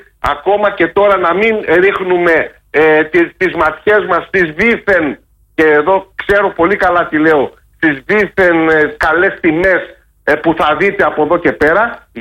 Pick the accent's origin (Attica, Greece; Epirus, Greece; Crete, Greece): Epirus, Greece; εμείς που μεγαλώσαμε στην Ήπεθρο